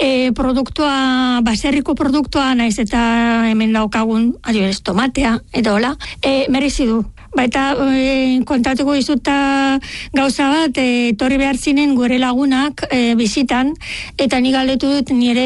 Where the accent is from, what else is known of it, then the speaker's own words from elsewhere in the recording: Stara Zagora, Stara Zagora Province, Bulgaria; moved away as an adult; now in Basque Country, Spain; Bulgariakoa naiz, nire iria... Justo Bulgarian erdian kokatuta dago, Staraz Zagora deitzen da, da bosgarren handiena, eta han bizi nintzen hogeita hamabost urte, ona etorri baino lehen